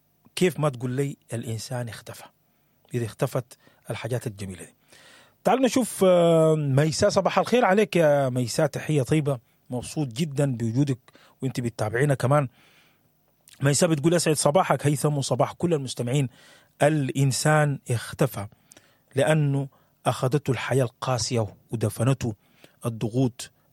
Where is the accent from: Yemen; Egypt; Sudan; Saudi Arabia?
Sudan